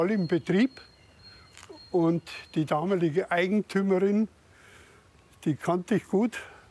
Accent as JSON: {"language": "German", "town": "Ering", "region": "Bavaria", "country": "Germany", "tie": "born or raised there", "moved": "yes", "said": "weil ich in der Metzgerei aufgewachsen bin in Ehring."}